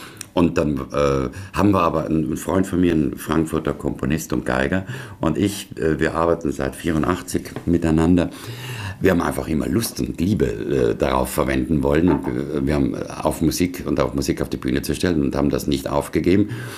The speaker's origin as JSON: {"language": "German", "region": "Trentino-Alto Adige", "country": "Italy"}